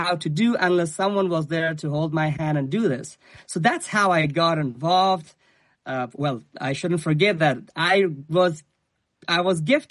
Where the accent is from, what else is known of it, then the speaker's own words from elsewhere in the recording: Afghanistan; English is a second language; now in Roanoke, United States; I am from Afghanistan.